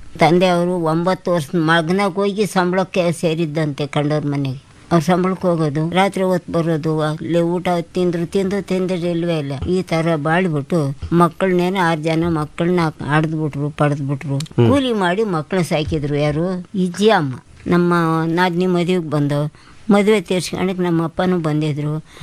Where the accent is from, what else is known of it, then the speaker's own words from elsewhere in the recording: Hosahalli, Karnataka, India; ಗುಬ್ಬಿ ಹೊಸಳ್ಳಿ ತಾಲೂಕಿನಲ್ಲಿ ನಾವು ಹುಟ್ಟಿ ಬೆಳೆದಿದ್ದು.